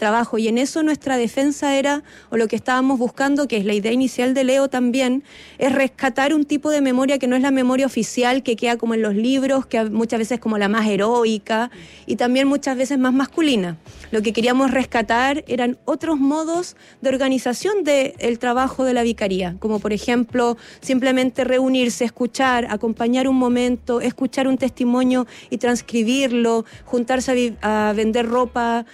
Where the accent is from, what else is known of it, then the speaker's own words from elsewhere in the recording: Los Lagos, Chile; Yo soy chilota.